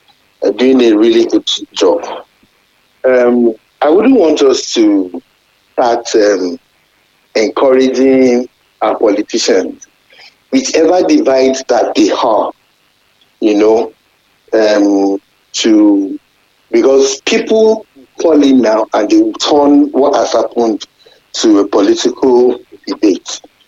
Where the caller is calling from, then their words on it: Ibadan, Oyo, Nigeria; I'm calling from Ibadan.